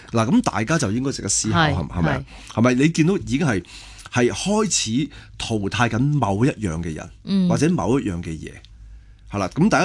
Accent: Hong Kong; 我是一个土生土长香港人，你听我啲广东话知道啦。

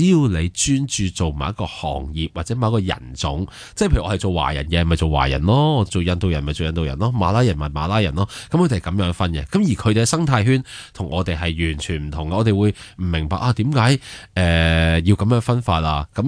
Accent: Hong Kong; 我有时都会觉得有啲大香港心态嘅，即系我哋香港人。

